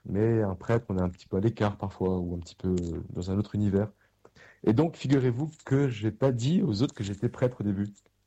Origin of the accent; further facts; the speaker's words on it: Paris, Île-de-France, France; Alors moi, je viens d'une famille du sud-ouest. Et même si j'ai grandi à Paris, mais j'ai beaucoup de cousins dans le sud-ouest qui ont fait du rugby